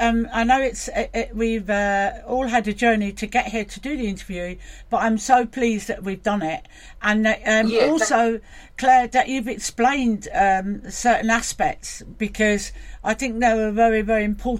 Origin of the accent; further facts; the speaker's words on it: London, United Kingdom; I'm partly Irish, so I'm Celtic. I'm London Irish.